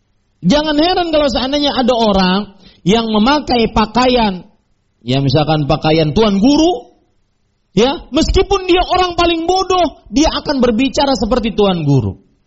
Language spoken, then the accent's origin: Indonesian; Banjar, South Kalimantan, Indonesia; Kita orang Banjar ke Jawa.